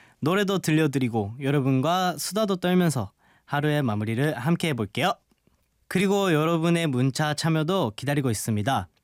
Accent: Japan; Korean is a second language; now in South Korea; 제가 연습생 때부터 따지면 꽤 오랜 기간이 됐는데 일본에서 한국에 온 지는 거의 7년 정도 넘은 것 같아요. 그래서 한국어도 꽤 하는 편이라고 합니다.

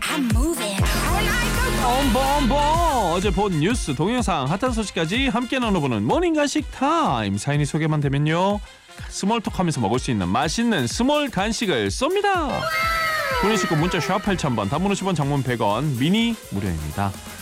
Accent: South Korea; 우리나라 배우가 공개하다니 너무 신기하고 같은 한국인으로서 뿌듯했어요.

